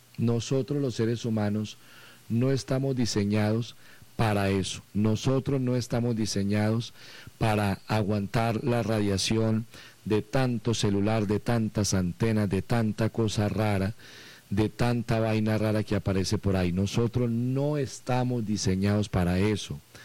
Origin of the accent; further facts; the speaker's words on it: Colombia; nosotros, como buenos colombianos